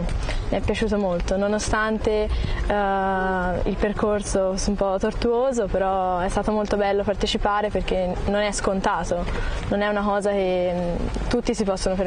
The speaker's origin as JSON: {"language": "Italian", "town": "Volterra", "region": "Tuscany", "country": "Italy", "said": "Vengo da Volterra"}